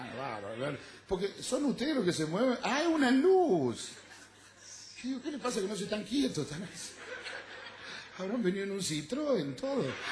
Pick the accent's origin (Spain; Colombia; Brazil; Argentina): Argentina; Cruz del Eje, Córdoba; born there; now in Córdoba, Argentina; saben que … que soy de la República Argentina, de Córdoba exactamente, de la ciudad de Cruz del Este.